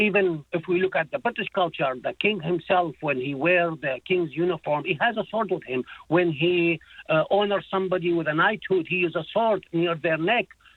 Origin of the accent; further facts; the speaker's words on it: Iraq; moved away; Like in my culture, I come from Iraq.